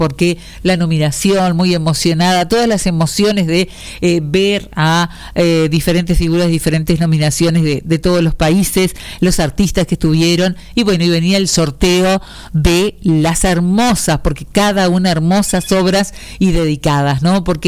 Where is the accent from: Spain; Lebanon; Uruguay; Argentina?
Uruguay; Salto; Para Salto, porque soy salteña